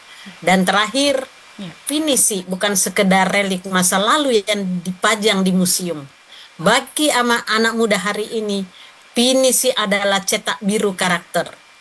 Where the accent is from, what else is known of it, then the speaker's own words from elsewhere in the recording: South Sulawesi, Indonesia; sebagai generasi masyarakat Bugis dan Makassar.